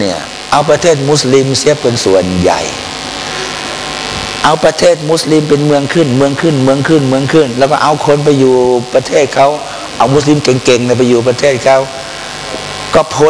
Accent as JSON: {"language": "Thai", "region": "Pattani", "country": "Thailand", "said": "ผมมาจากปัตตานีนะ"}